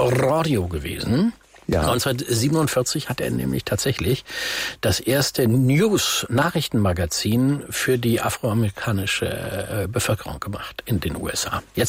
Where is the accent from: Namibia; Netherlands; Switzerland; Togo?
Netherlands; also komme ich übrigens aus den Niederlanden